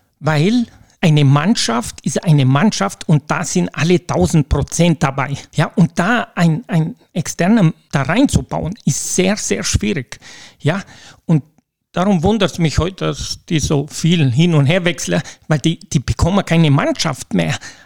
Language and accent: German; Blumenthal, Timiș County, Romania; moved away as an adult; now in Germany; Ich bin nochmal geboren in Rumänien, Blumenthal, habe dort 20 Jahre gelebt und dann bin ich zu meiner Frau gezogen nach Bruckenau, habe dort 10 Jahre gelebt